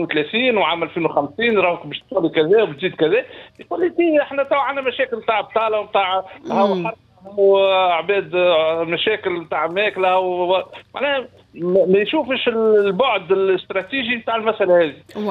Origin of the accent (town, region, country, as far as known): Tunisia